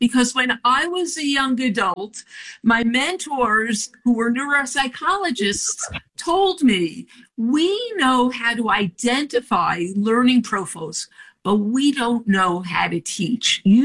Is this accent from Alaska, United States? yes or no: no; New York, United States; I grew up in New York.